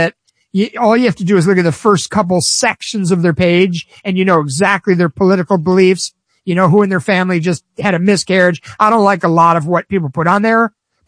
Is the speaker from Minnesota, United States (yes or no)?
no; Chicago, Illinois, United States; Do I need to, you know, bring up the fact that I'm also from Chicago, Illinois?